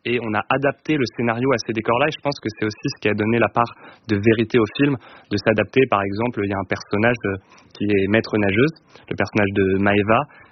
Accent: Nantes, Pays de la Loire, France; Alors nous, on vient de Nantes et depuis toujours, on est très attaché à la Bretagne en fait.

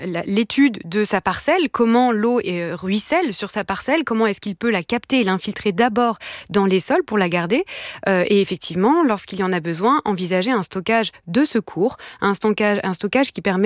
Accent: Auvergne-Rhône-Alpes, France; Je viens des régions de Savoie

